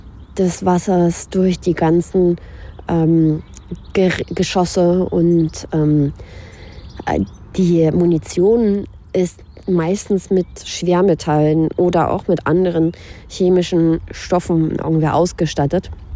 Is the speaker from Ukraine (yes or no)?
yes; Ukraine; als ich das erste Mal wieder in der Ukraine war, also so richtig in meiner Heimatstadt und dann die Zerstörung gesehen habe